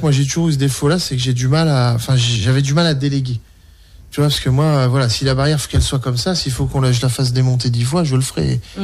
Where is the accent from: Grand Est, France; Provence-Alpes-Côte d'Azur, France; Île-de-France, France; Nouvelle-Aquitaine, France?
Grand Est, France; Champ-le-Bœuf; moi j'ai grandi au Champ de Bœuf, donc c'est chez moi.